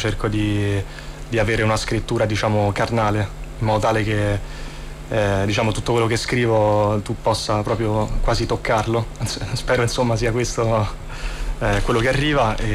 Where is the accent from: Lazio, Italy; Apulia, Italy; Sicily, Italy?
Lazio, Italy; Rome; sono di Roma, del Rione Prati, da parte di mia madre, mio padre sta a Nomentana, ho 22 anni.